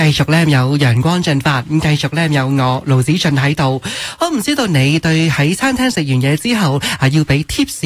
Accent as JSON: {"language": "Cantonese", "country": "Canada", "said": "我哋加拿大人啦，加拿大嘅国民啦"}